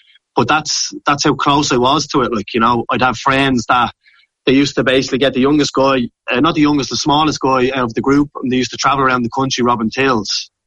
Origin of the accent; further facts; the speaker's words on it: Dublin, Leinster, Ireland; me growing up in Ballymun